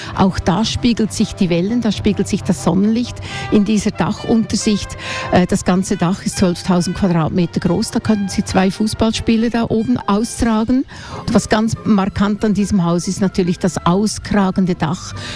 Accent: Lucerne, Switzerland; Ich komme natürlich aus Luzern

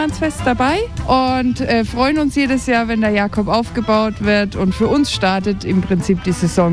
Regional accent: Rhön, Germany; wir kommen aus der Rhön, sind vorrangig in Rhön, Bad Kissingen und angrenzenden Landkreisen unterwegs.

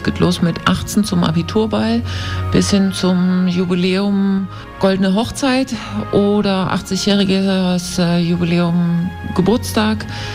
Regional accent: Saxony, Germany; moved away as an adult; also born or lived in Paris / Rome; now in Dresden, Germany; Weil die Heimat eben auch sehr schön ist und ich gebürtige Sächsin bin.

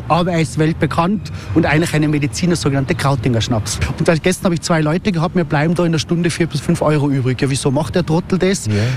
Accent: Tyrol, Austria; ich komme aus dem Ötztal, meine Eltern sind Bauern und die haben eine Jausenstation gehabt

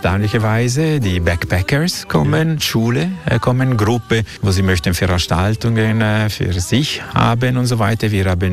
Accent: Ticino, Switzerland; aber wir sind Schweizer-Italiani eigentlich.

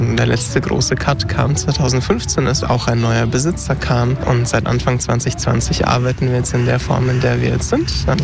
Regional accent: Volkach, Bavaria, Germany; Und bei uns in Volkach an der Mainschleife und dieser Region, so im Umkreis von Kitzingen, 10, 15 Kilometer, ist natürlich auch die Region, die sämtliche Hitzerekorde in Deutschland aufstellt.

